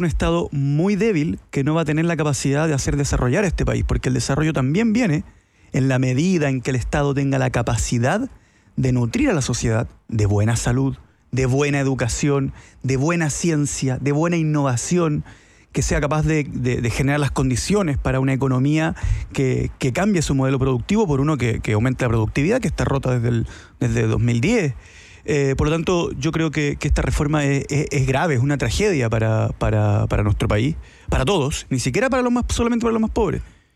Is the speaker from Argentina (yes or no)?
no; Chile